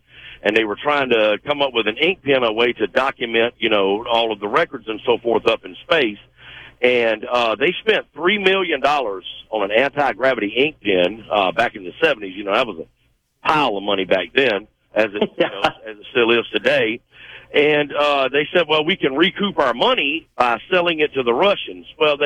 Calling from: Titusville, Florida, United States; I live down in a town in Florida called Titusville, which is right adjacent across from Kennedy Space Center and Cape Canaveral.

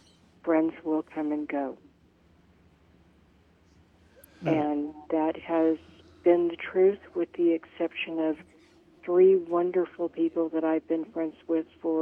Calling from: Seattle, Washington, United States

